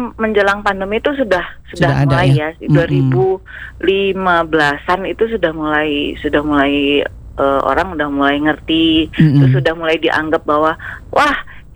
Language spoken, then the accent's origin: Indonesian; Bandung, West Java, Indonesia; Iya, kalau aku sih lahir besar di Bandung.